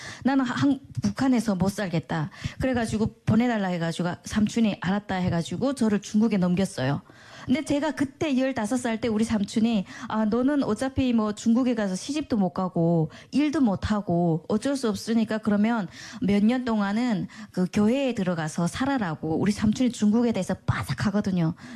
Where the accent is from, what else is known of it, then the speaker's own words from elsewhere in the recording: Bukcheong, South Hamgyong, North Korea; 저의 고향은 함경남도 북청입니다. 북청이라고 하면은 북청 물장수, 북청 사자놀이로 아시잖아요.